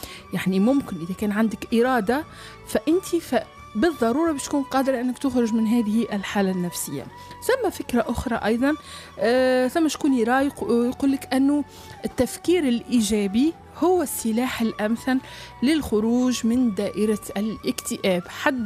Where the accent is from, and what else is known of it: Tunisia